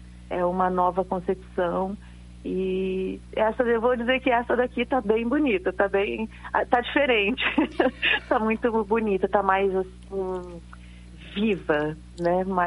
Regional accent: Rio de Janeiro, Brazil; now in Curitiba, Brazil; Eu sou carioca e vivi assistindo o Carequinha ao vivo na época, né, e muitos outros circos. O imaginário do circo, ele é muito vivo na minha infância. Isso começa por aí. Mas depois, anos mais tarde, eu vim para Curitiba

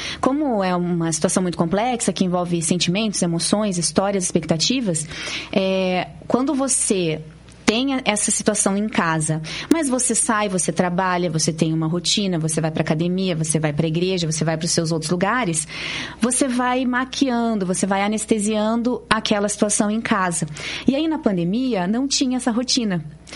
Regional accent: Curitiba, Paraná, Brazil; né, aqui em Curitiba, na região sul, lá na regional do Boqueirão, né, onde eu fui criada

